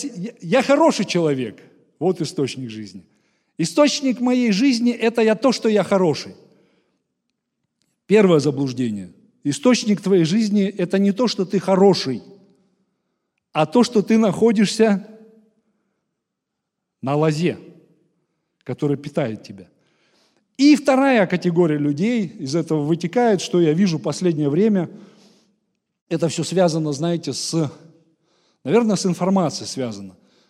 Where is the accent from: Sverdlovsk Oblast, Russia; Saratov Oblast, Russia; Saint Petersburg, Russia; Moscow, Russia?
Moscow, Russia; accent: Moscow; Откуда? Я из Москвы. Говор этот московский был.